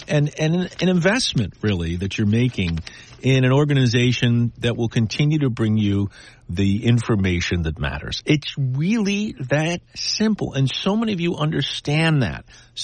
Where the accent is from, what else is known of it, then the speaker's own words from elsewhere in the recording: Easthampton, Massachusetts, United States; An anonymous of East Hampton, Massachusetts, my hometown.